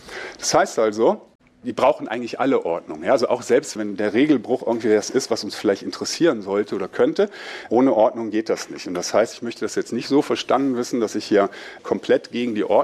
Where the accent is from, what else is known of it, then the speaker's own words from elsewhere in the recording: Baden-Württemberg, Germany; Ich komme aus Baden-Württemberg.